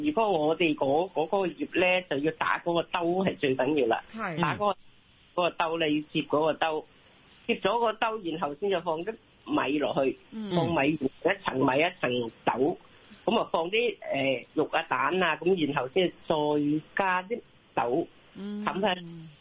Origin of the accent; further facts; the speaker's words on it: Zhongshan, Guangdong, China; 咁我試過有一個即係我哋係中山人嚟嘅